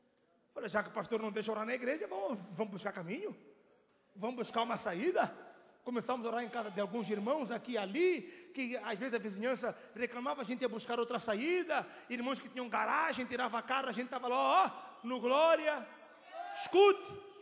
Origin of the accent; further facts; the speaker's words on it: Mozambique; Há uns anos, foi um pastor em minha terra, Moçambique. E ele era do Rio de Janeiro. Esse pastor chegou na minha terra